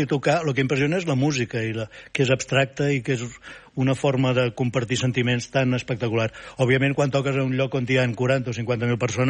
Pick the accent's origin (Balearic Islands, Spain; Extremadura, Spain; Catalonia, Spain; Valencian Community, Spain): Catalonia, Spain; Barcelona; also born or lived in Vic; Criat a Barcelona i retornat a Vic.